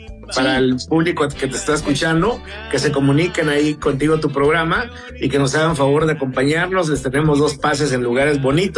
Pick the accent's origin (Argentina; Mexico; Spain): Mexico